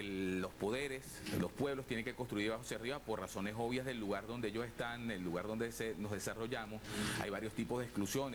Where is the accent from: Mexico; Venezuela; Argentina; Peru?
Venezuela